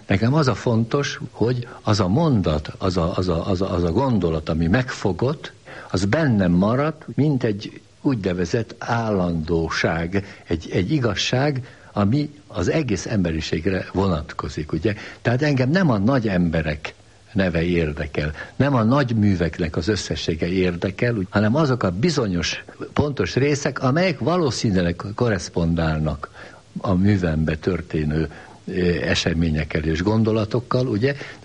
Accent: Hungary; born there; A tény, ugye, hogy Magyarországon születtem, hogy magyar szüleim voltak

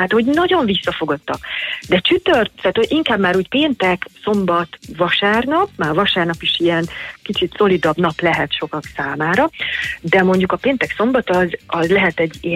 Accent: Hungary; Tehát, hogyha én magyarként így kezdeném a reggelit, és úgy folytatnám, hogy Magyarországon megszoktam

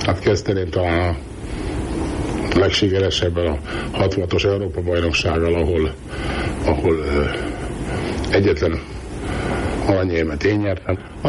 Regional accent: Hungary; mert magyar vagyok

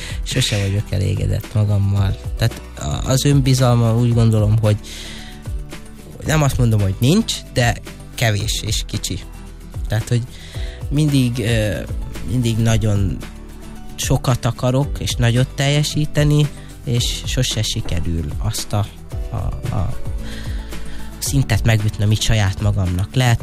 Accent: Dunaföldvár, Tolna, Hungary; born or raised there

